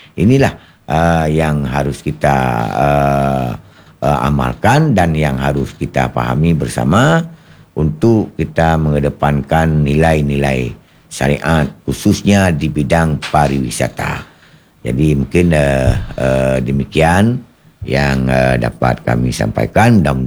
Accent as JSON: {"language": "Indonesian", "region": "Aceh", "country": "Indonesia", "said": "negeri kita Aceh ini"}